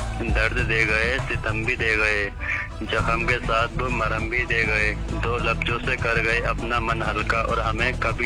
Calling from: Rampur, Uttar Pradesh, India; मैं जिला रामपुर ग्राम जहांगीरपुर से … आपसे बात कर रहा हूँ।

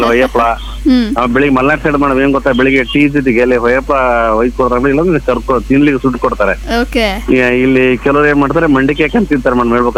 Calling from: North Karnataka, India; ನಾವು ಉತ್ತರ ಕರ್ನಾಟಕದವರು

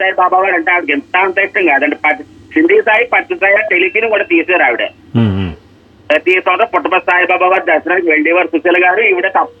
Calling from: East Godavari district, Andhra Pradesh, India; మా తూర్పు గోదావరి జిల్లాలో

